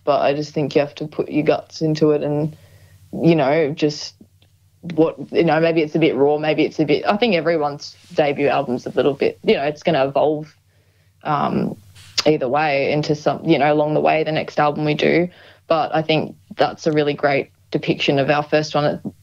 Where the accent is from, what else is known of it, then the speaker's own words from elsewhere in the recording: Queensland, Australia; Oh, yeah, I'm just from Queensland. You know. I did grow up doing a lot of singing training